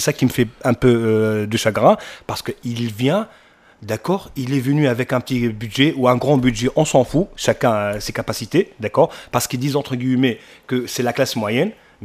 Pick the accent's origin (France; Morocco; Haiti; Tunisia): Tunisia; Moi, quand je suis en Tunisie, je suis tunisien, oui, je dis le mot Tunisie, il est déjà fort.